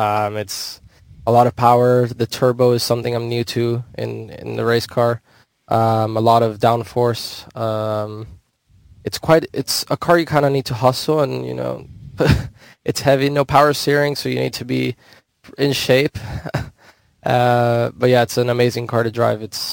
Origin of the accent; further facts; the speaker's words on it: Miami, Florida, United States; I'm from Miami, Florida. I was born and raised there. My dad is Argentinian. My mom is Cuban. I also have some Italian background.